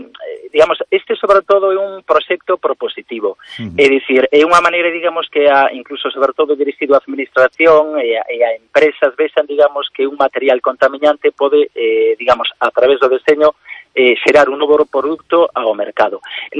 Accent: Galicia, Spain; pois como pobo galego, que autentifiquemos cada produto que poñemos no mercado con ese valor do deseño, sobre todo pois con esa etiqueta de deseño galego.

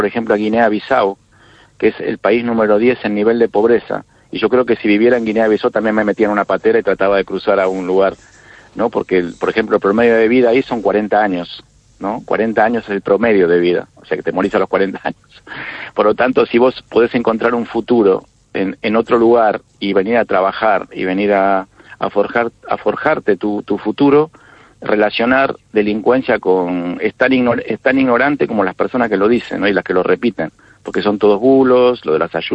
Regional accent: Argentina; now in Spain; Eso está pasando ahora mismo acá en España, y yo sé cómo termina porque vengo de Argentina

